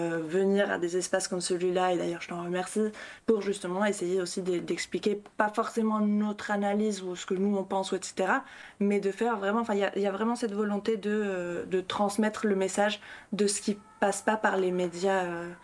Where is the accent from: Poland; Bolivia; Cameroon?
Bolivia; now in France; Je suis bolivienne. J'habite en France.